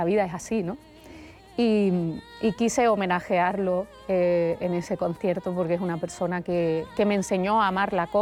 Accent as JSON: {"language": "Spanish", "town": "Málaga", "region": "Andalusia", "country": "Spain", "said": "Yo, como andaluza"}